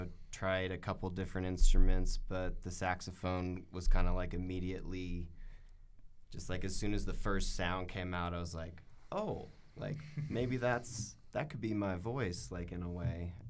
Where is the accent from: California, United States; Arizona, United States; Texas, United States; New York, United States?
California, United States; moved away as an adult; now in Colorado, United States; I grew up in Northern California.